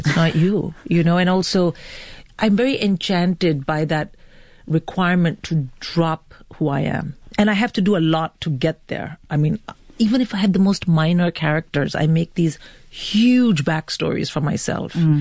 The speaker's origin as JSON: {"language": "English", "country": "India", "said": "I'm very Indian and he's very Danish."}